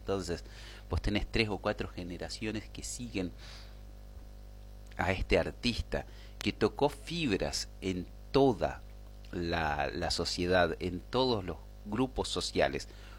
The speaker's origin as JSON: {"language": "Spanish", "country": "Argentina", "said": "somos argentinos."}